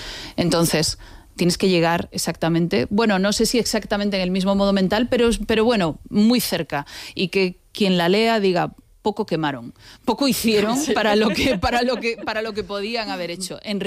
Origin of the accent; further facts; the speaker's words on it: A Coruña, Galicia, Spain; Soy gallega digámoslo, soy gallega. Gallega de A Coruña.